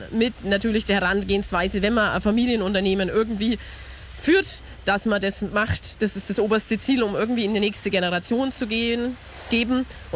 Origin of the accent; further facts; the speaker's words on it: Hof, Bavaria, Germany; Ich selber bin ja mit 5 Brauereien aufgewachsen hier in der Stadt.